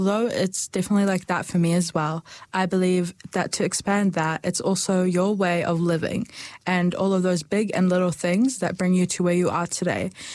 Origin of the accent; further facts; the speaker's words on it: Dunedin, Otago, New Zealand; also born or lived in Palestine; And I was born and raised in Dunedin, although we have lived here and there in Palestine and Dunedin at different stages of my life.